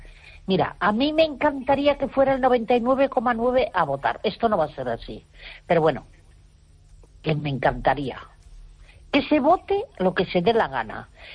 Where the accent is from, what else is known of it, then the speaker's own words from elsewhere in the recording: Galicia, Spain; born there; moved away; venir a Galicia, a mi pueblo, desde donde ahora estoy hablando.